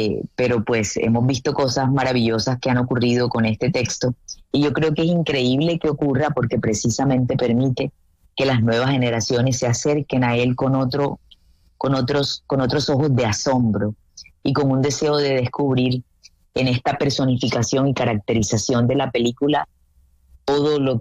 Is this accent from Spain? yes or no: no; Caribbean Region, Colombia; Yo soy del Caribe colombiano, y crecí en una familia en donde me contaban historias fantásticas sobre brujas y sobre personas que leían el café.